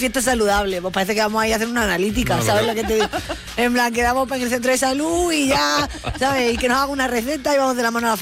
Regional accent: Extremadura, Spain; También es muy de yo que soy extremeño

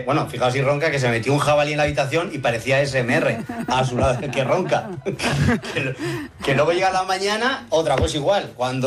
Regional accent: La Roda, Castilla-La Mancha, Spain; Sí, claro, aquí en mi pueblo y pueblos de alrededor, en Villalgordo del Júcar, son sitios con casas rurales

